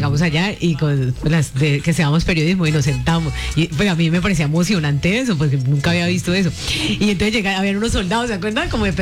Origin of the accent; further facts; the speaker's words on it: Meta, Colombia; En mi pueblito Recepo